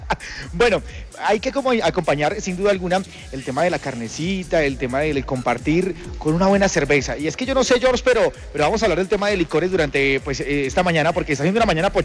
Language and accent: Spanish; Colombia; porque como buenos colombianos siempre queremos el encime o la ñapa